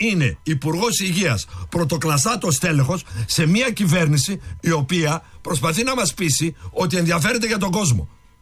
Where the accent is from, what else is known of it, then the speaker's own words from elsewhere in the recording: Thessaloniki, Central Macedonia, Greece; που λένε στο χωριό μου στη Θεσσαλονίκη.